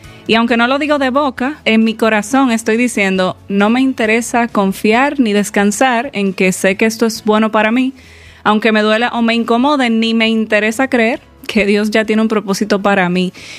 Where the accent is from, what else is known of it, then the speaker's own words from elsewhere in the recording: Dominican Republic; como quizás algunas ya saben. Tengo 30 años y soy de República Dominicana. Vivo con mi familia